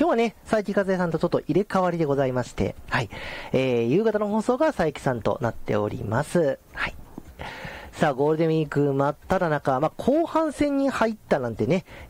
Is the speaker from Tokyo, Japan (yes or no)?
no; Toyooka, Hyogo, Japan; 私の地元竹野町